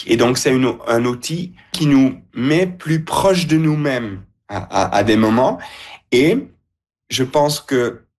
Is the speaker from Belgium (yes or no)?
yes; Belgium; Je viens de la Belgique.